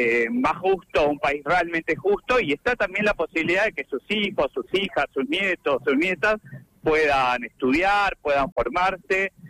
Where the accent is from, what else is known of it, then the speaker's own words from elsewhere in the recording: Trelew, Chubut, Argentina; somos de Trelew, caminamos los barrios